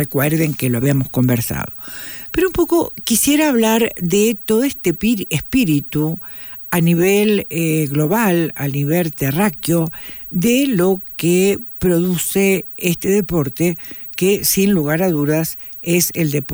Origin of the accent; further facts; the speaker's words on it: Uruguay; yo soy uruguaya y vengo. Uruguay es un país altamente futbolista.